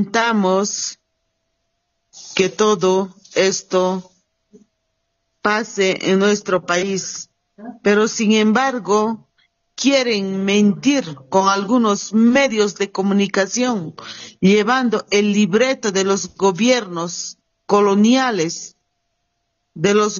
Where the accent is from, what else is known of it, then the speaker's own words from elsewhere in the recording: Bolivia; nosotros, como pueblo boliviano